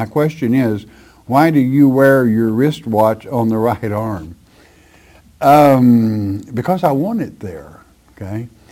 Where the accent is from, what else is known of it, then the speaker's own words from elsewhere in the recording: Oklahoma, United States; I grew up in what they call Tornado Alley. Born and raised in Oklahoma.